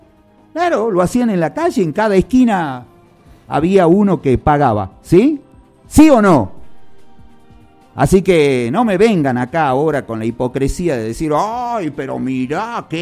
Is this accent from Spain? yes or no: no; Argentina; somos hipócritas los argentinos